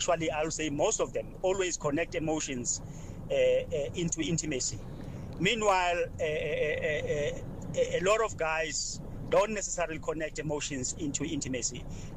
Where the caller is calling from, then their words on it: Boksburg, Gauteng, South Africa; from Boksburg in Gauteng